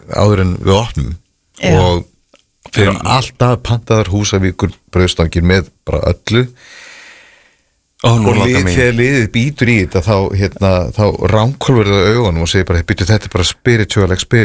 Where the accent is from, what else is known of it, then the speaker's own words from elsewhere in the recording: Reykjavík, Capital Region, Iceland; Málið að ég fættur á uppalinn á Sólvallagötu sem bara nokkrum húsum frá og ég hef aldrei farið úr Vesturbönn